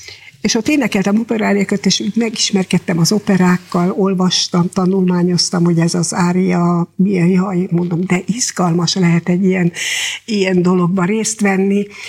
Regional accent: Eger, Heves, Hungary; Egri, igen

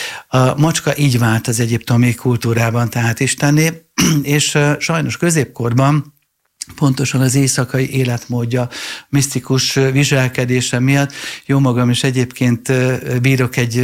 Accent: Budapest, Hungary; pont itt Zuglóban emlékszem, hogy 15-20 éve én zuglói gyerek vagyok.

